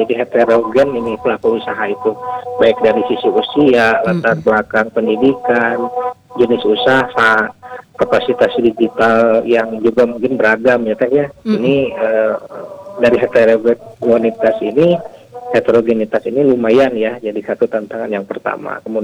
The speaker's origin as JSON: {"language": "Indonesian", "town": "Bandung", "region": "West Java", "country": "Indonesia", "said": "Kadang-kadang kita orang Bandungnya sendiri malah ketinggalan gitu"}